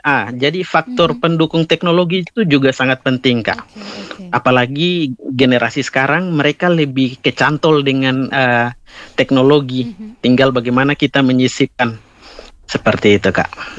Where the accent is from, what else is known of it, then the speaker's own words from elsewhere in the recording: Alor, East Nusa Tenggara, Indonesia; kita anak Alor jauh